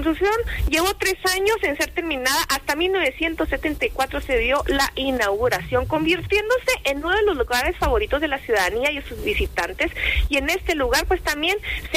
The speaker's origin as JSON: {"language": "Spanish", "region": "Chihuahua", "country": "Mexico", "tie": "born or raised there", "said": "quienes crecimos en Chihuahua"}